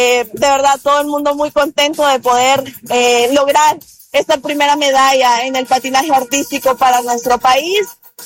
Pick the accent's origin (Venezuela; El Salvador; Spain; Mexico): El Salvador